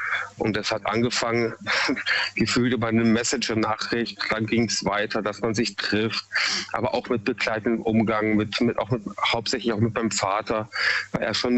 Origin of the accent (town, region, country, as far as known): Munich, Bavaria, Germany; now in Freiburg, Germany